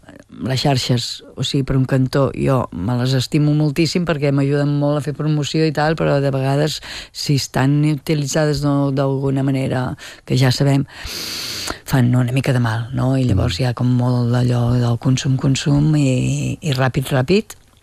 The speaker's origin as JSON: {"language": "Catalan", "town": "Vic", "region": "Catalonia", "country": "Spain", "said": "sóc vigatana"}